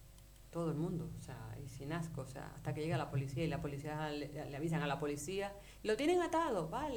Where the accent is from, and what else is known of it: Santa Marta, Magdalena, Colombia; moved away